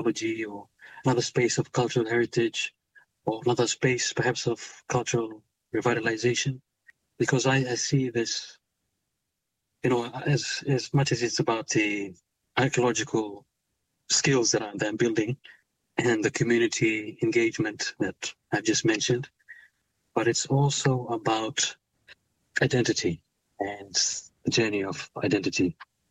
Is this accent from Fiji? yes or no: yes; Viti Levu, Fiji; I spent much of my time growing up in Viti Levu, the other island near Suva.